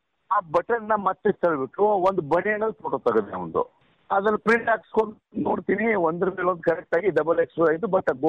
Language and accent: Kannada; Bagalkot, Karnataka, India; ನಾವು ಮೂಲತಃ ನಮ್ದು ಬಾಗಲಕೋಟೆ, ಮೂಲತಃ ಉತ್ತರ ಕರ್ನಾಟಕದವರು.